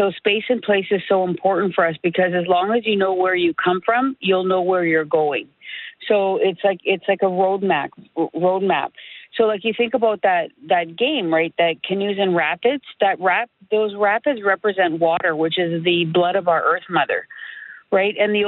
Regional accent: Northern Canada, Canada; moved away; I was born and raised in the North.

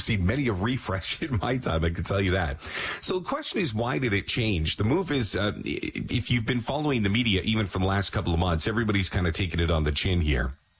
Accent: Toronto, Ontario, Canada; because I used to always want to watch the game in Toronto, you know, born and raised in Toronto.

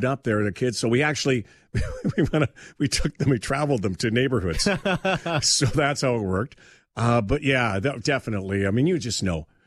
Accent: Winnipeg, Manitoba, Canada; moved away; See, I grew up in Winnipeg.

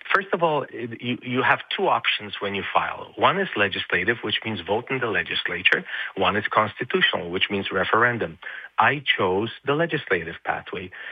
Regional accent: Alberta, Canada; all of us Albertans

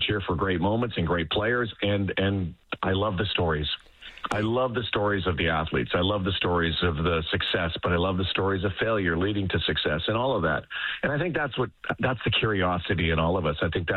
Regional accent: Winnipeg, Manitoba, Canada; I grew up in Winnipeg, the AFCO Cup and WHA days

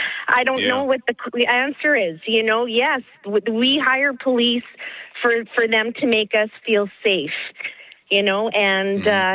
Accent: Winnipeg, Manitoba, Canada; I grew up in Fort Garry.

